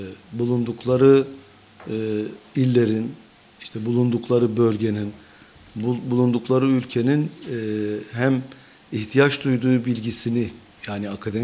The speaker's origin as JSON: {"language": "Turkish", "town": "Gercüş", "region": "Batman Province", "country": "Turkey", "said": "Batmanlıyım aslen, Gercüş ilçesinden. Gercüş'e bağlı da köy Kozlu köyü."}